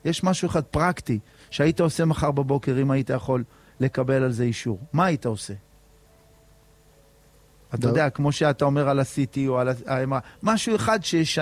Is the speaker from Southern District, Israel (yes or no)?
yes; Eilat, Southern District, Israel; אני אומר בנו, כתושבי העיר אילת